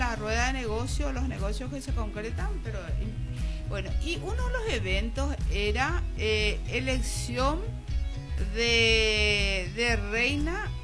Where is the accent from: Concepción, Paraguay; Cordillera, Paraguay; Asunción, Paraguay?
Concepción, Paraguay; yo soy de Concepción, ¿verdad?